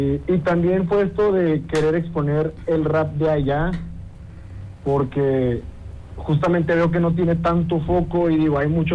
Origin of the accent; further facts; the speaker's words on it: Sonora, Mexico; moved away; lo que se hace allá en mi estado, en Sonora.